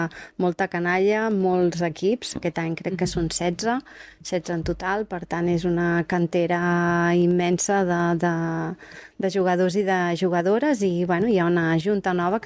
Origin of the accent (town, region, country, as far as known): Cardona, Catalonia, Spain